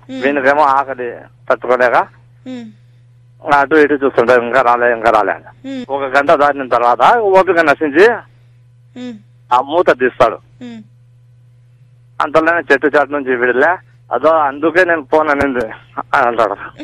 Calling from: Kadapa, Andhra Pradesh, India; నేను కడప నుంచి మాట్లాడుతున్నా.

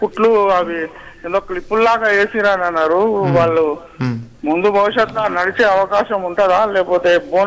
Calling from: Ranga Reddy district, Telangana, India; నేను రంగారెడ్డి జిల్లా నుంచి మాట్లాడుతున్నా.

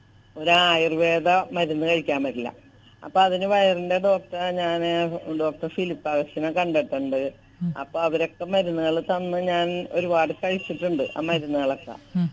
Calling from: Paravur, Kerala, India; ഞാൻ പറവൂരിൽ നിന്നാണ് വിളിക്കുന്നത്.

